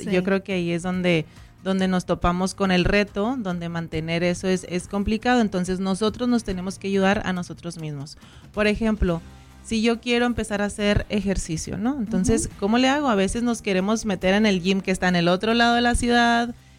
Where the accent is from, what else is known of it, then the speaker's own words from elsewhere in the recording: Camargo, Mexico; Porque viajé, uh-huh, soy originaria de Camargo, entonces, okay, vengo de allá, vengo de carretera.